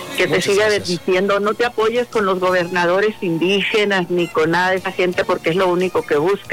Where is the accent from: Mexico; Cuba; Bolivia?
Mexico; Huatabampo, Sonora; now in Nogales, United States; Estoy escuchando en Nogales, Arizona, pero soy originaria de El Júpare, Guatabampo.